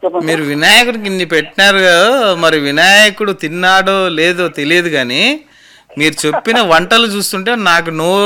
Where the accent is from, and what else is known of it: Chennampalli, Andhra Pradesh, India; born or raised there